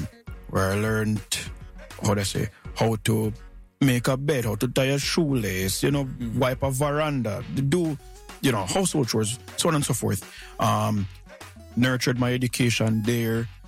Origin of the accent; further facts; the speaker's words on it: Montego Bay, Saint James, Jamaica; also born or lived in Kingston; So even though I'm from Montego Bay, you know, I had to basically move across to the other side of the island now